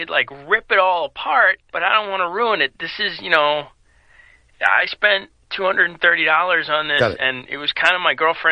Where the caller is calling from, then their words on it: Sweden; No, it's really … And I'm calling from Sweden.